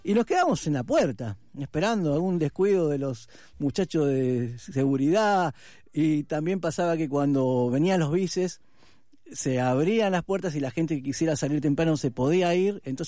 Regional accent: San Justo, Buenos Aires Province, Argentina; Yo soy del oeste, de San Justo, y San Justo, Ramos Mejía, Aedo, Morón, todos los cines de barrio los viernes a la noche tenían espectáculos de música donde podías ver todo tipo de artistas, y era muy interesante porque además yo vivía a dos cuadras del Cine Cere

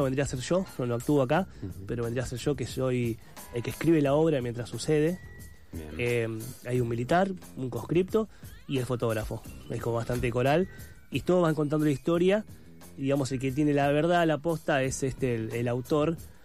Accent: Avellaneda, Buenos Aires Province, Argentina; Nosotros somos de Avellaneda, la obra se va a dar allá en Avellaneda.

